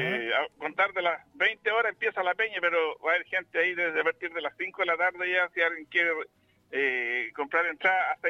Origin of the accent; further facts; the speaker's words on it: Hualañé, Maule, Chile; los son de mi tierra, de Gualañé